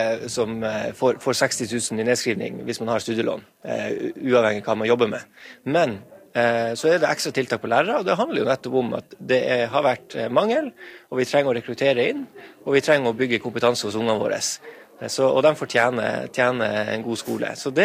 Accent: Kjøllefjord, Finnmark, Norway; Og jeg ser jo det både hjemme i Kjøllefjord, her i Nordkap, i Alta, så har det vært kø på lærerutdanning.

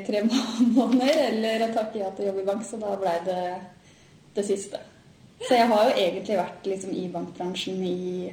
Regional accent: Buskerud, Norway; accent: Halling; also born or lived in Nes / Gol; Født og oppvokst I Hallingdal, kan jeg jo si. For jeg jo bodd på Nes egentlig liksom, I starten, og så har jeg vært på Gol de siste årene.

